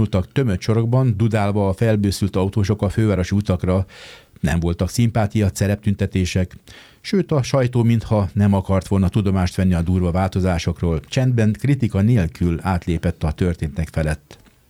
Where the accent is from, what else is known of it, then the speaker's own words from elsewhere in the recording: Budapest, Hungary; Én budapestiként